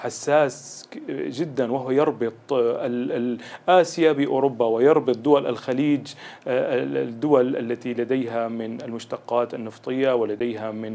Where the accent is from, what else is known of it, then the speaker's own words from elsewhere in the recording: Syria; إذا نحن كاقتصاد سوري